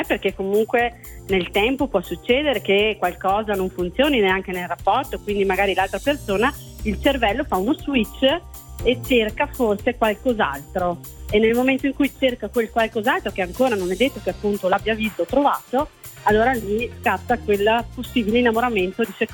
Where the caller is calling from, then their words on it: Veneto, Italy; Siamo dalla provincia di Verona.